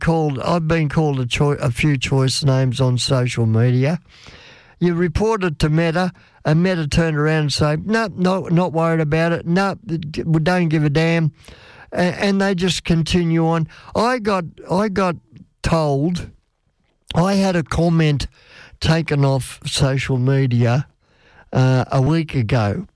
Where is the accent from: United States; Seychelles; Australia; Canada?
Australia; We are Australian. Yes, we are.